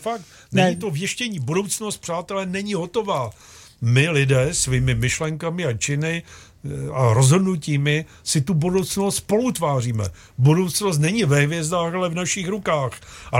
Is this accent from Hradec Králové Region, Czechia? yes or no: no; Ostrava, Moravian-Silesian Region, Czechia; also born or lived in Opava; Narodil jsem se v Opavě, ale vyrůstal v Ostravě